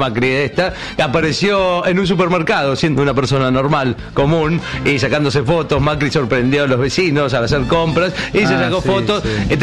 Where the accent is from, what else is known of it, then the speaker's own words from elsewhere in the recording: La Pampa, Argentina; vos me confirmarás que soy de La Pampa